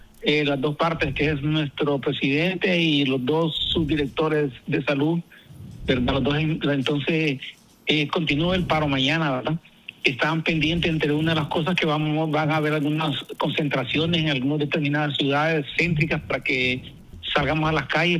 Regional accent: Olanchito, Yoro, Honduras; nosotros somos de Olanchito y queremos a nuestro pueblo

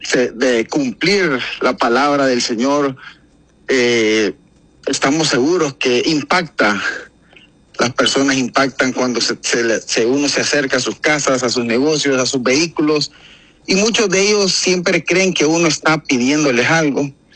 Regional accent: Honduras; nuestro bello país Honduras

